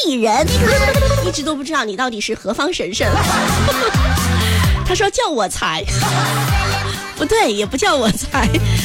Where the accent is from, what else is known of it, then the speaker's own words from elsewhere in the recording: Sichuan, China; accent: Sichuanese; 你比如说像我们四川话讲这个称花，四川方言叫层花